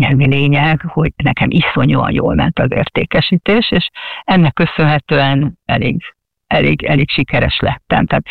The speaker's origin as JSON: {"language": "Hungarian", "country": "Hungary", "moved": "as an adult", "lives_now": "England, United Kingdom", "said": "De én abszolút magyar vagyok, tehát nálam magyarabb magyar nincs a földön szerintem."}